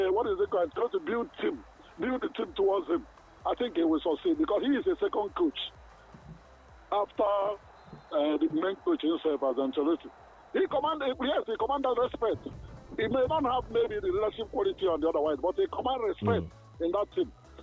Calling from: Akowonjo, Lagos, Nigeria; I'm calling from Akowanjo.

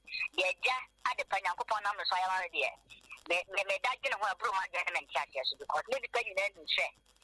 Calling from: Ada, Greater Accra, Ghana; I'm calling from Ada.

